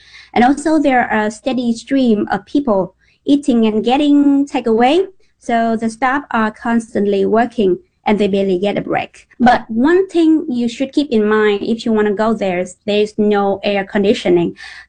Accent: Vietnam; I'm from Vietnam.

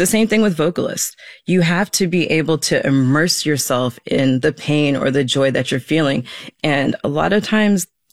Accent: Germany; I grew up in Germany, and this was before the days of streaming. It took months for new stuff from the States to get to Europe. So I grew up on Viva, which is a German music station

